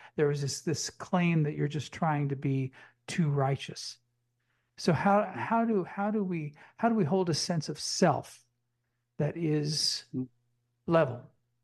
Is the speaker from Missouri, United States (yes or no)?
yes; Missouri, United States; when I was growing up in Northwest Missouri